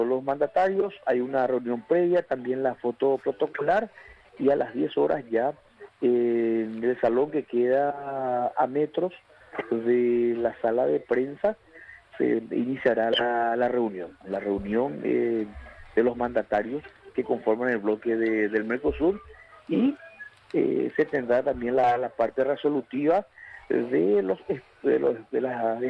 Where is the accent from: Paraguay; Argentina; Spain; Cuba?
Paraguay; como buen ciudadano paraguayo